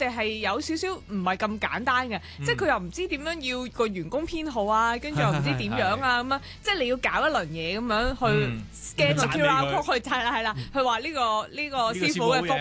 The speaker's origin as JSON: {"language": "Cantonese", "country": "Hong Kong"}